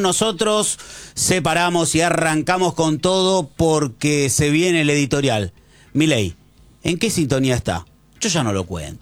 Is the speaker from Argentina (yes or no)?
yes; Argentina; Yo no. Para mí somos todos argentinos.